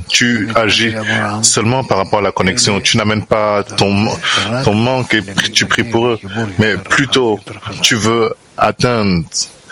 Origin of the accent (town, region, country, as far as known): England, United Kingdom